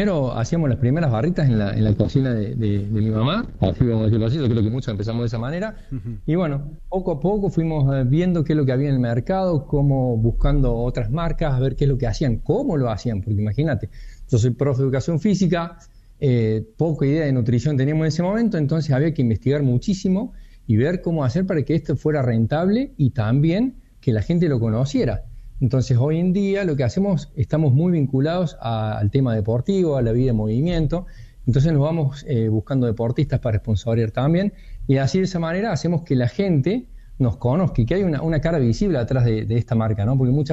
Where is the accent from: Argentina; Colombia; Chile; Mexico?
Argentina; Córdoba; moved away as an adult; now in Villa Carlos Paz, Argentina; Soy de Córdoba, pero vivo en Villa de Paz hace 6 años ya.